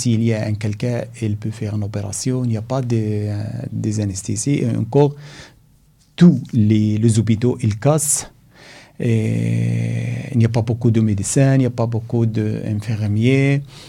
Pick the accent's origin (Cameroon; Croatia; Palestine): Palestine; Gaza, Gaza Strip; French is a second language; moved away as an adult; now in Belgium; Et moi, je suis palestinienne de Gaza. Je suis venue ici depuis... Je suis arrivée en Belgique depuis presque 12 ans et demi.